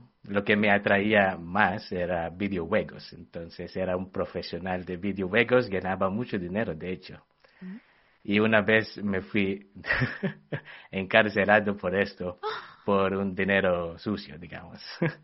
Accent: Manila, Metro Manila, Philippines; Spanish is a second language; moved away as an adult; now in Madrid, Spain; Yo soy de Manila, de la capital. Llevo más de un año aquí en España.

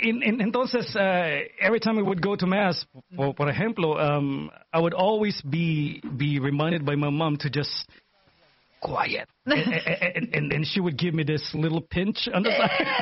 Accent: Philippines; now in Sacramento, United States; soy filipino, no chinito, ¿eh?

